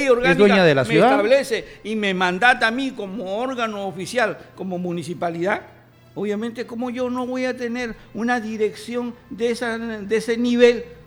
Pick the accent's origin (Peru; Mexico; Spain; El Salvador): Peru